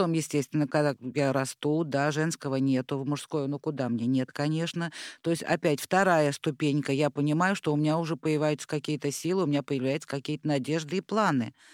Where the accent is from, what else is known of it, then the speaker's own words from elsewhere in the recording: Bashkortostan, Russia; moved away as an adult; now in Moscow, Russia; Когда я переезжала в Москву, я сама из Башкирии